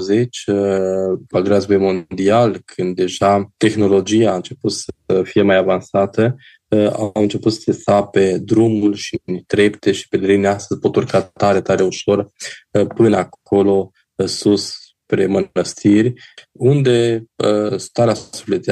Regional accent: Cluj-Napoca, Cluj County, Romania; Și am spus că suntem de la Cluj, un grup de pelerini tare frumos

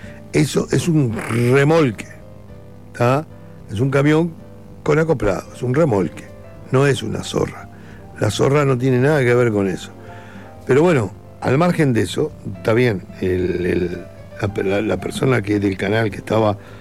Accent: Uruguay; also born or lived in Argentina; soy un ciudadano uruguayo también. Y tengo 80 años.

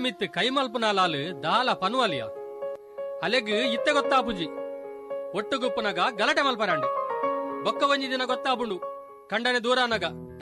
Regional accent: Karnataka, India; now in Mangalore, India; ನಮ್ಮದು ಕಲಂಬಾಡಿ ಅಂತ ಹೇಳಿದ್ರೆ ಇದು ಉಡುಪಿ ರೂಟ್, ಕಾರ್ಕಳದಿಂದ ಉಡುಪಿಗೆ ಹೋಗೋ ಅತ್ತೂರು ಬರುತ್ತಲ್ಲ ಅಲ್ಲಿ. ಎಂಟು ಕಿಲೋಮೀಟರ್ ಉಂಟು, ಕರೆಕ್ಟ್ ಕರೆಕ್ಟ್ ಕರೆಕ್ಟ್. ನಾವು ಹೈಸ್ಕೂಲ್ ಎಲ್ಲ ಅಲ್ಲೇ ಮಾಡಿದವರು ಹಾಗೆ.

